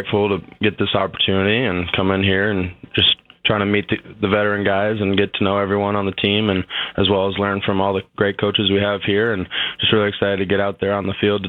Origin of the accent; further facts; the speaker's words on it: Iowa, United States; just growing up in Iowa and being an Iowa fan is really a dream to go there as well.